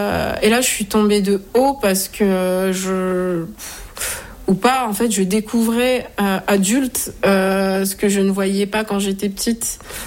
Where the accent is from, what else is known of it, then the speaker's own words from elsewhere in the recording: Mayotte; J'étais droite dans mes bottes en me disant je viens là où j'ai grandi et c'est chez moi.